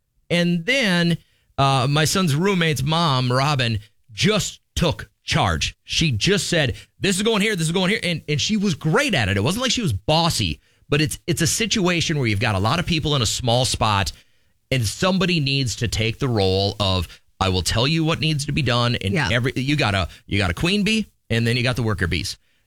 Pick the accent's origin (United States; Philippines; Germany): United States; Midwest; Nothing says nice. I'm from the Midwest.